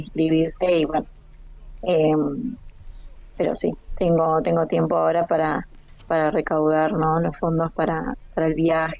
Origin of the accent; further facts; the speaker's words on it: Caleta Olivia, Santa Cruz, Argentina; born there; Mis papás no, yo y mis hermanos sí nacimos todos en Caleta. Mis papás son de Santiago del Estero y de Córdoba.